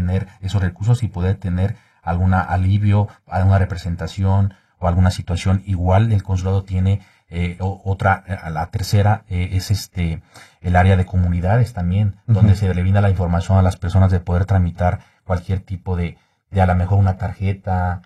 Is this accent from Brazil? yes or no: no; Mexico; now in United States; aquí desde el extranjero, siendo mexicanos